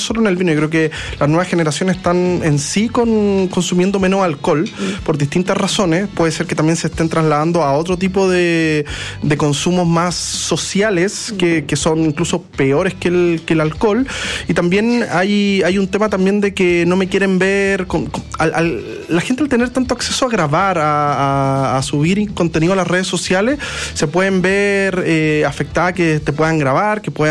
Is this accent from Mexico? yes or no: no; Chile; un embajador de nuestro país, y tenemos que sentirnos todos los chilenos